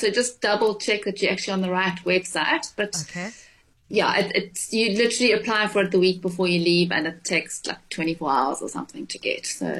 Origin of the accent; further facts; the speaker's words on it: South Africa; as a South African